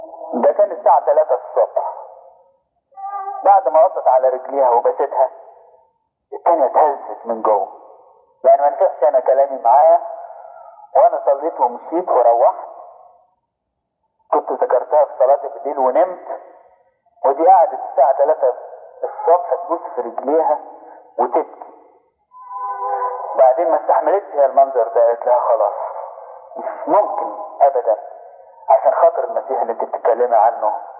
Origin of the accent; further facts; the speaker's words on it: Egypt; انما التاريخ عندنا في مصر هنا يقول